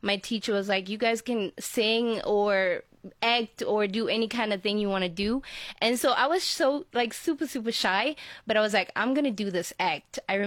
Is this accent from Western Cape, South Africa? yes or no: no; Letlhabile, North West, South Africa; I was born and raised in Letlhabile 0264.